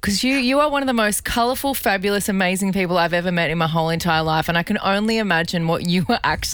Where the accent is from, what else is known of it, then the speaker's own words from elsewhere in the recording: Queensland, Australia; I'm from Queensland